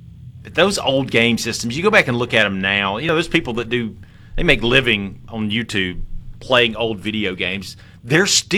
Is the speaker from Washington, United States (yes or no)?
no; Mississippi, United States; we're from Mississippi